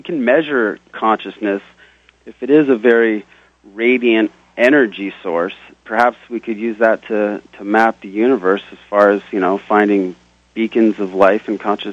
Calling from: Los Angeles, California, United States; from Los Angeles.

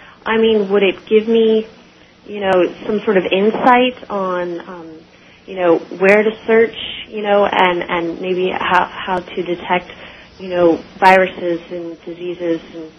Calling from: Sacramento, California, United States; I'm in Sacramento, California.

